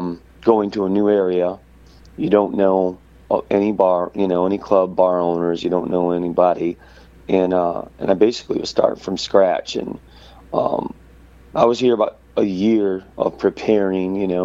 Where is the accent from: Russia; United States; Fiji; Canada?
United States; Michigan; moved away as an adult; also born or lived in Texas / North Carolina; now in New Orleans, United States; Started off in Michigan. That's where I was born and raised, and spent a lot of my time, and then just moved around a little bit in Texas, a little bit in North Carolina